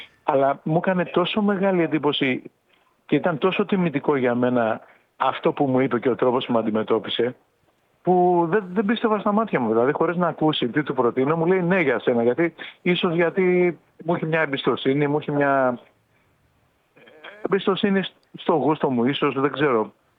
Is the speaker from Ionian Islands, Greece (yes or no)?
yes; Kefalonia, Ionian Islands, Greece; Εγώ είμαι από την Κεφαλονιά